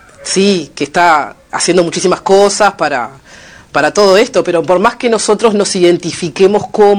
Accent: Uruguay; somos latinoamericanos y bueno, somos afro-uruguayos, sabemos dónde están nuestras raíces

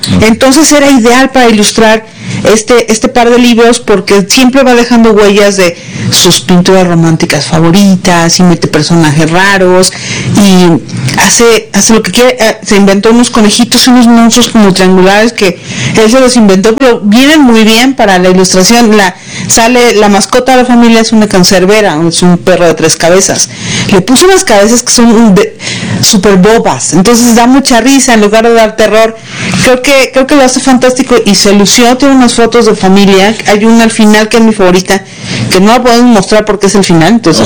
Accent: Mexico; Yo soy mexicana, vivo aquí

